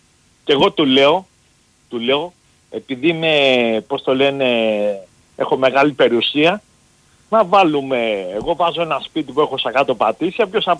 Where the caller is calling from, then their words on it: Neo Irakleio, Attica, Greece; από το Νέο Ηράκλειο